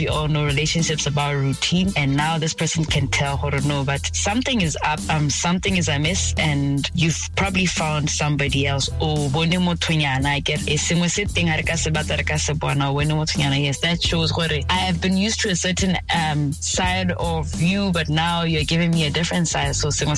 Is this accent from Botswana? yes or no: yes; Gaborone, South-East District, Botswana; moved away as an adult; now in Letlhakane, Botswana; which is why I always come back to my hometown, Gabs City.